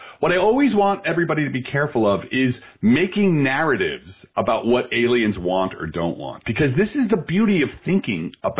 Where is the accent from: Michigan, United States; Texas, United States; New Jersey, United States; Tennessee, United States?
New Jersey, United States; Belleville